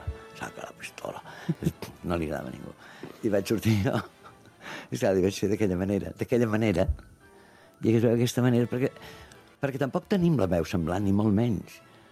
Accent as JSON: {"language": "Catalan", "region": "Catalonia", "country": "Spain"}